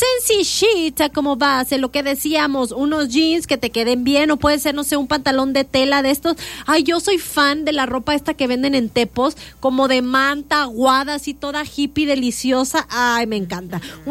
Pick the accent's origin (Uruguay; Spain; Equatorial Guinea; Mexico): Mexico; northern Mexico; yo soy norteña.